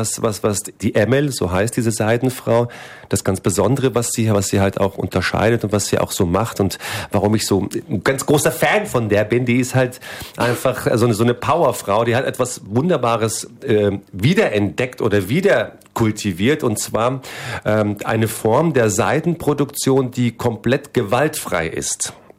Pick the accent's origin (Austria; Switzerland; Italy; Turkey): Turkey; Da gab es eben dieses Erdbeben in der Türkei, im Süden der Türkei. An meiner Heimat, Geburtsort ist das alles passiert.